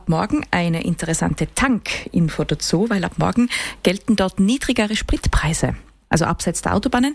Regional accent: Austria; Also schon mal ein bisschen günstiger als bei uns in Österreich.

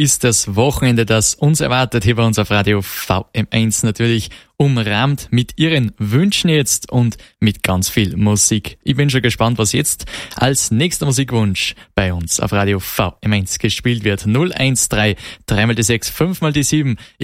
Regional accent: Austria; Na Gott sei Dank wird es jetzt bei uns in Österreich auch wieder richtig warm und heiß

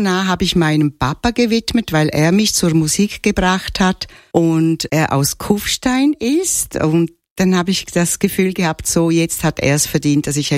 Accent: Balgach, St. Gallen, Switzerland; Ich komme aus der Schweiz, gerade an der Grenze bei Dirpelzau, aus dem schönen Balgach, ein Weindorf im St. Galler Rheintal.

